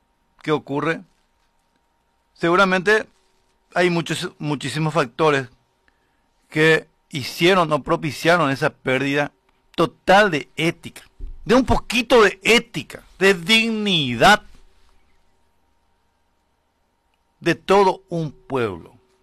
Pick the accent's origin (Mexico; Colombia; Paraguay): Paraguay; Paraguarí; born there; Yo me voy a dirigir a mi pueblo, a la gente que conozco en Paraguarí